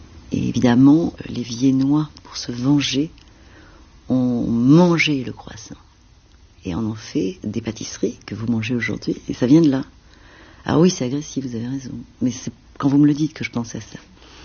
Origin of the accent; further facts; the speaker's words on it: Tunisia; born there; moi je viens d'un pays arabe, ça veut dire que je viens de Tunisie, je suis née en Tunisie, et que la lune, c'est partout.